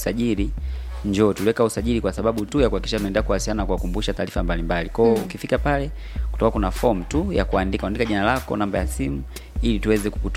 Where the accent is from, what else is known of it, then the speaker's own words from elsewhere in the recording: Tanzania; sisi ni wa Tanzania.